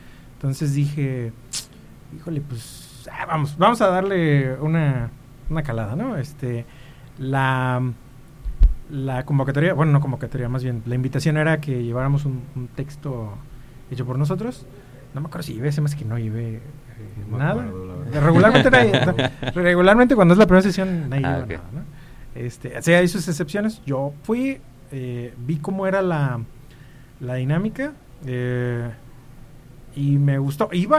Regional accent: Aquiles Cerdán, Mexico; soy de un ranchito que se llama Aquiles Cerdán, que está para Jalisco.

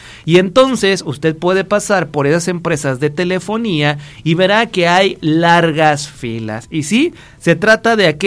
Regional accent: Mexico; como buenos mexicanos, como se menciona, que todo dejamos al último.

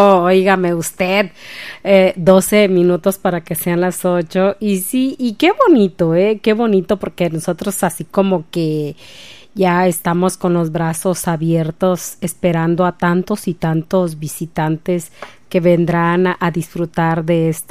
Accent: Apatzingán, Michoacán, Mexico; yo soy muy propia de Apatzingán, Michoacán

